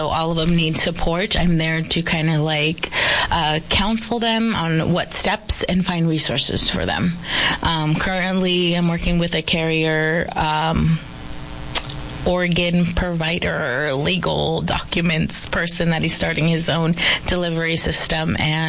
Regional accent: El Rancho, New Mexico, United States; And kind of growing up in El Rancho, the rural communities, it gives me that perspective

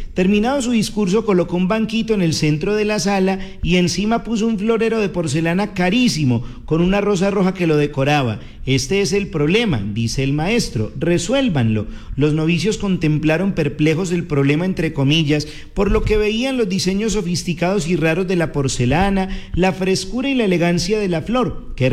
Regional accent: Colombia

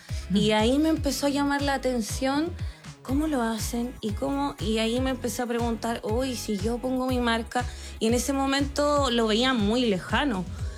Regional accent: Valparaíso, Chile; also born or lived in Santiago; porque yo soy de Valparaíso, de región.

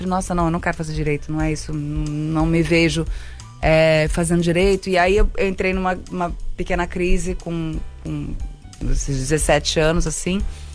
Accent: Porto Alegre, Rio Grande do Sul, Brazil; born there; also born or lived in Rio de Janeiro

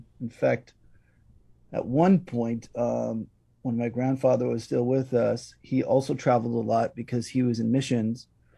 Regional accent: Hawaii, United States; And, you know, in the 70s, growing up on the Big Island, it was almost like a developing country, but I mean that in a really good way, quite rural. I was the only Haole kid, Caucasian kid of my friends growing up.

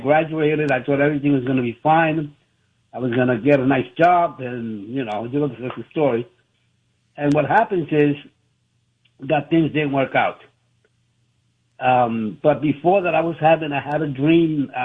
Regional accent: New York City, New York, United States; moved away; But I'm thinking of going back to where I'm from. I'm from New York City.

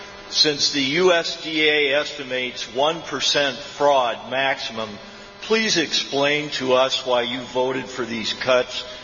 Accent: Bellevue, Nebraska, United States; from Bellevue.

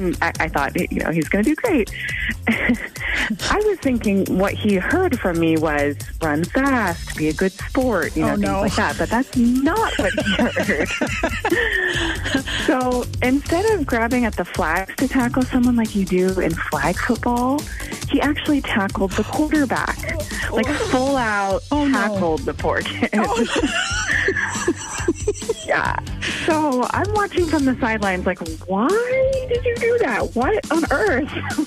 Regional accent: Madison, United States; Hi, Lynette. … I'm from Madison.

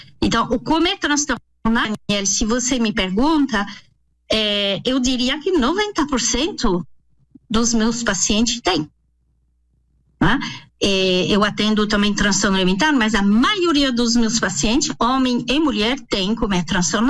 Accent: France; also born or lived in United States; now in Brazil

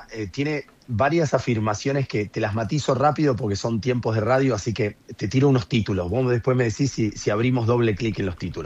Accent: Neuquén, Argentina; Miren que yo soy neuquino, pero ustedes tienen la provincia más linda de Argentina.

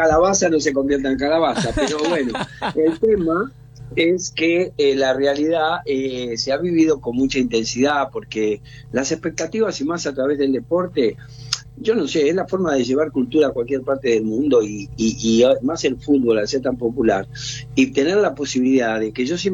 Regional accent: Argentina; Yo lo primero que quiero aclarar es que yo soy argentino.

